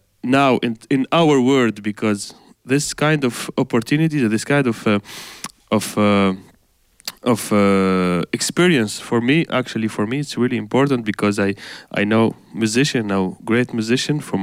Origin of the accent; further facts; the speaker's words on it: Tunisia; English is a second language; So I came from Tunisia, and in Tunisia we don't have a jazz academy, we don't have jazz school, but we have a famous festival.